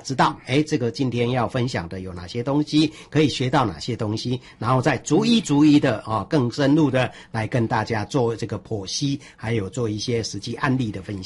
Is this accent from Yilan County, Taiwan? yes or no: yes; Yilan County, Taiwan; 我们宜兰人啊